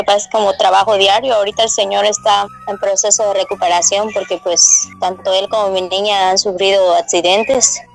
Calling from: Otilio Montaño, Quintana Roo, Mexico

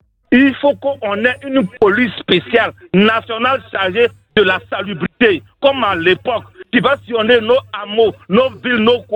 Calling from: Abidjan, Côte d’Ivoire; Je suis à Abidjan.

